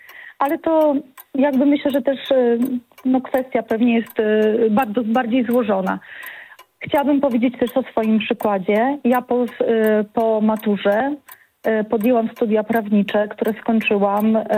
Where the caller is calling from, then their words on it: Białystok, Podlaskie Voivodeship, Poland; dzwonię z Białegostoku